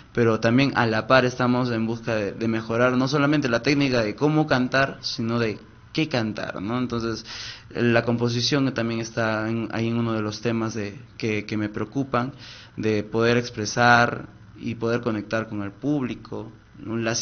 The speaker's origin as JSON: {"language": "Spanish", "region": "Huánuco", "country": "Peru"}